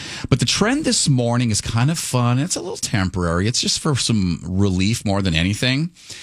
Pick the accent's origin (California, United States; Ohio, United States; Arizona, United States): California, United States; Escondido; growing up in Escondido. We did not have an air conditioner in my home. And just so you know, Escondido is one of the hottest inland cities around August.